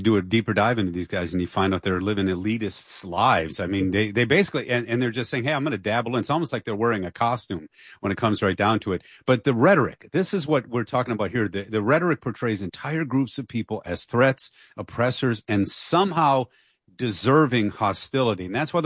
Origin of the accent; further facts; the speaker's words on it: Dearborn, Michigan, United States; Yeah, and like I said, I'm from Dearborn.